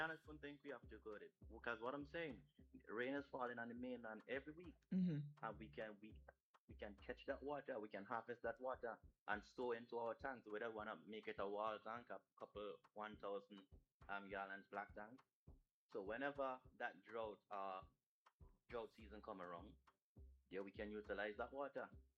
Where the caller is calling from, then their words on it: Grenadines, St. Vincent & Grenadines; I'm calling from the Grenadines.